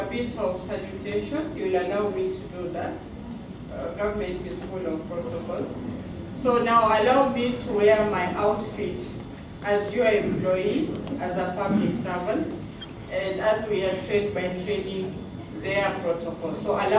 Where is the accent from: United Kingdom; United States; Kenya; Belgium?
Kenya; I am a Kenyan as a matter of right.